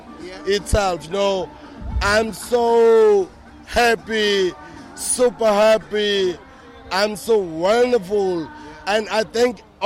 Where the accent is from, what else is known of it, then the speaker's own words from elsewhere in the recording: Inhambane, Mozambique; I'm a Mozambican, and I'm from Nyamban. Guys, I'm enjoying. This is my country. This is my province.